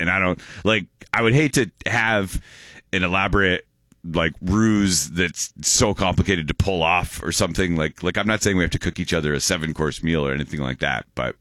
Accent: Fort Erie, Ontario, Canada; also born or lived in Buffalo / Toronto; now in St. Catharines, Canada; growing up in Fort Erie is like a mini Buffalo.

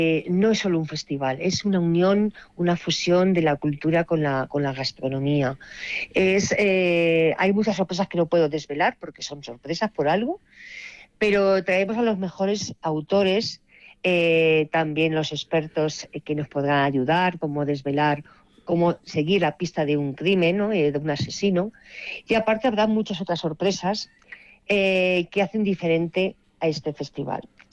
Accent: Castilla-La Mancha, Spain; Bueno, pero sin alejarme mucho de mi tierra.

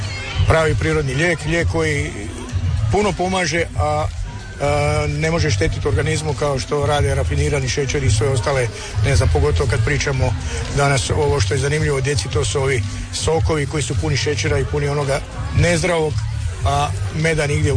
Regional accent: Osijek, Osijek-Baranja County, Croatia; ovdje kod nas u Slavoniji

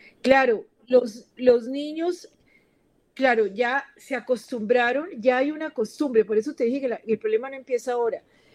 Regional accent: Colombia; todos somos colombianos

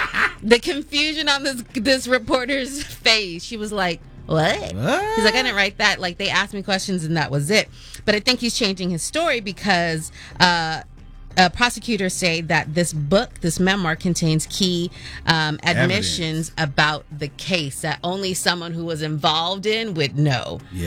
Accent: Santa Maria, California, United States; This is a real story because you guys know I'm from Santa Maria.

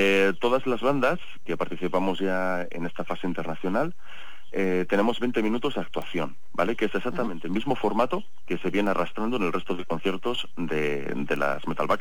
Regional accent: Medina del Campo, Castile and León, Spain; El resto somos todos oriundos de Medina del Campo

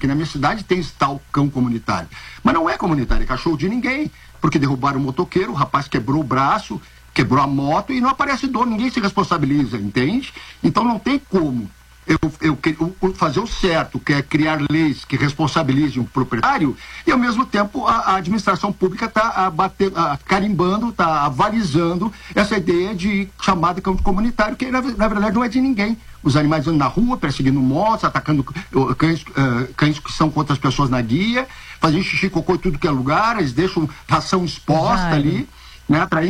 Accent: Porto Alegre, Rio Grande do Sul, Brazil; Eu sou de Porto Alegre

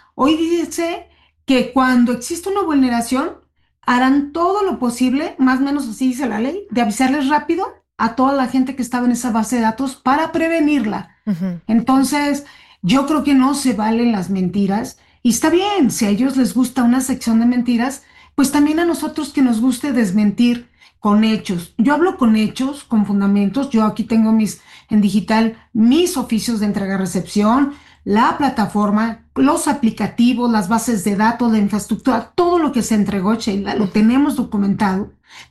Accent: Mexico; no somos tontos los mexicanos

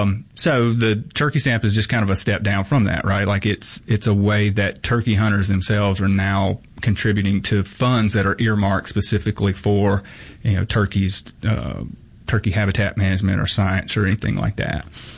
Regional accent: United States; So I'm from Lawrence County. I tell people all the time, you know, Lawrence County to this day has like one red light

